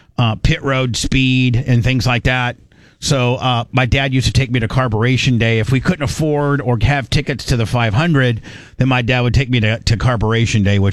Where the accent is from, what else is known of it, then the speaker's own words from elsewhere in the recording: Indiana, United States; Growing up in Indiana